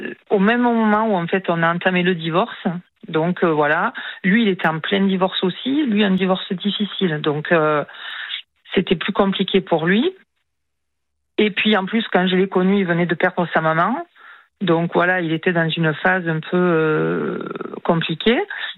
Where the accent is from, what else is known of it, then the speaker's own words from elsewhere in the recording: South, France; Oui, mais je suis du Sud.